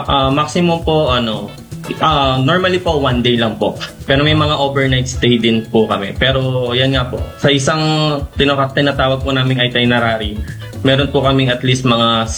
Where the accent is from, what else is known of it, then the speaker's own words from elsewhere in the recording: Central Luzon, Philippines; Dito po, sa Tigabulacan po ako.